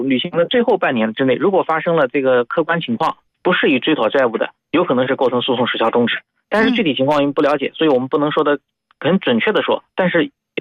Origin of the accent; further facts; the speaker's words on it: China; 我们中国人经常讲